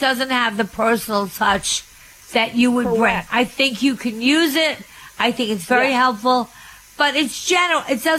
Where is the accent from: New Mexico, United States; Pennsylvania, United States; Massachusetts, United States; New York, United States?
New York, United States; Long Island; born there; moved away as an adult; I came from Long Island, I started in the city